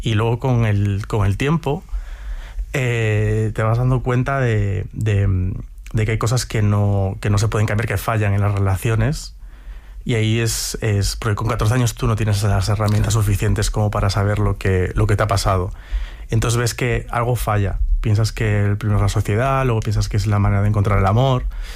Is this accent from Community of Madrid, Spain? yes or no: no; Ourense, Galicia, Spain; Entonces, a mí me daba miedo Ourense. Me daba miedo eso, esa vuelta a mi ciudad natal